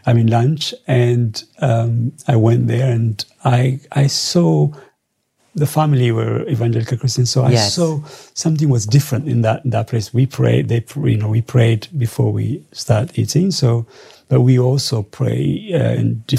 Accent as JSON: {"language": "English", "region": "Addis Ababa", "country": "Ethiopia", "tie": "born or raised there", "also_born_or_lived": "Jimma", "moved": "yes", "lives_now": "United Kingdom"}